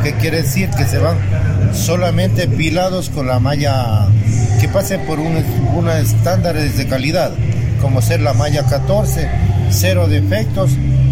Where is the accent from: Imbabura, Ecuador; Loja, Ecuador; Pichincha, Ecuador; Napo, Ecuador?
Loja, Ecuador; Gonzanamá; vengo del Cantón Gonzanamá, de la parroquia Rambacona.